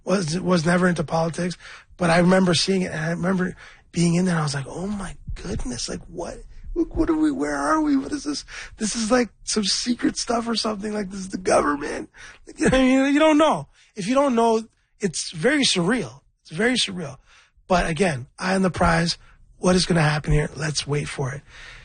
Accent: Scarborough, Ontario, Canada; I'm from Scarborough. I'm a rapper.

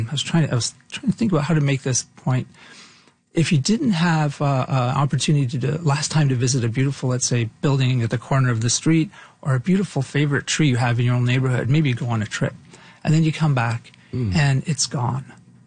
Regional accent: Toronto, Ontario, Canada; I am riffing off of a lot of things that inspired me as a kid growing up in Toronto.

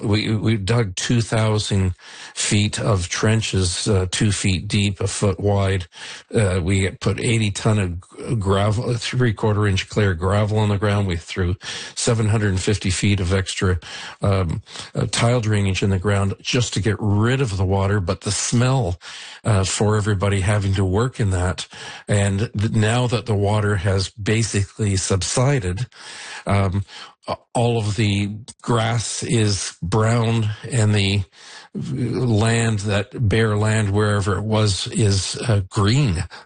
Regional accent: Niagara-on-the-Lake, Ontario, Canada; I've been, lived on this road for 41 years, and I grew up in Niagara-on-the-Lake for 69 years.

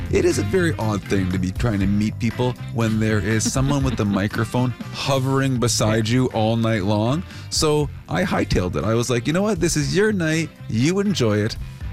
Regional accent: Thompson, Manitoba, Canada; I'm from Thompson, Manitoba.

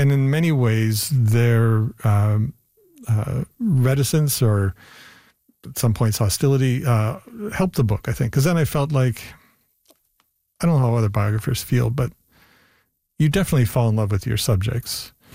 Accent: Canada; There were all these political events that really made people question the ways in which we are Canadian, or why we are even Canadian.

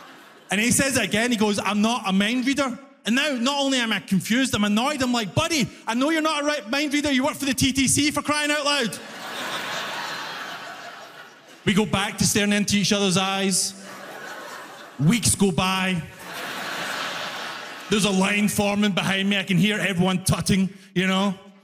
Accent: Glasgow, Scotland, United Kingdom; Because that's the thing, I'm from Glasgow, right? If you don't know, Glasgow is the knife crime capital

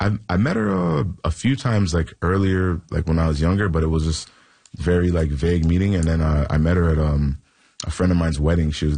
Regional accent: Canada; I can't believe she's Canadian. Like, she's where I'm from.

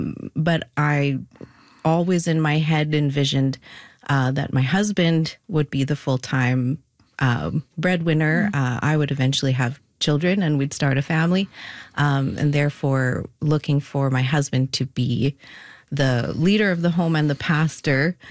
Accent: Manitoba, Canada; born there; especially in southern Manitoba, southeast Manitoba being what it is, there's a lot of religious orientation and Christianity.

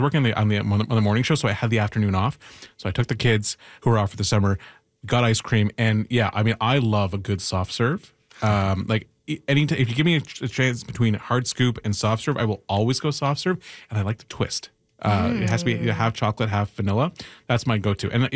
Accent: Peterborough, Ontario, Canada; growing up in Peterborough

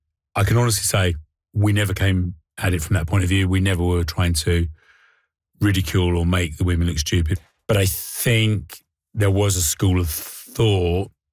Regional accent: United Kingdom; I suppose as British programme makers

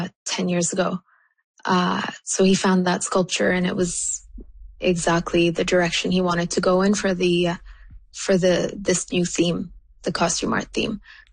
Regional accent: Canada; as a Palestinian and also as a Canadian

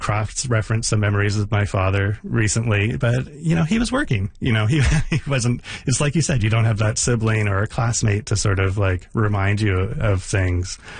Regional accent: Moncton, New Brunswick, Canada; also born or lived in San Francisco, United States; I was born in San Francisco. My parents moved to Canada when I was a baby.

